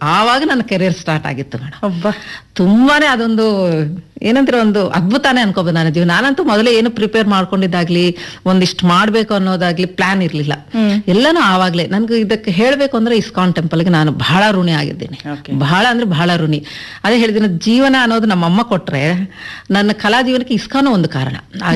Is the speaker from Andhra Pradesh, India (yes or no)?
yes; Madanapalle, Andhra Pradesh, India; first language Telugu; Kannada is a second language; moved away as an adult; now in Karnataka, India; ಮದನಪಲ್ಲಿ ಅಂತ ತಿರುಪತಿ ಹತ್ರ ಆಂಧ್ರ. ಆಕ್ಚುಲ್ ಆಗಿ ನನಗೆ ಮದುವೆ ನಂತರ ನಾನು ಕನ್ನಡ ಮಾತಾಡೋದಾಗ್ಲಿ ಬರೆಯೋದಾಗ್ಲಿ ಎಲ್ಲಾನು ನಾನು ಕನ್ನಡ ನನ್ನ ಮಗಳಿಗೋಸ್ಕರ ಕಲ್ತಿದ್ದು ಮೇಡಮ್ ಬರೆಯೋದು ಅಂತ.